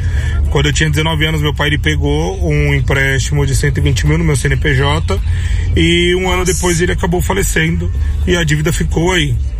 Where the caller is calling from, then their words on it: Poá, São Paulo, Brazil; eu sou de Poá.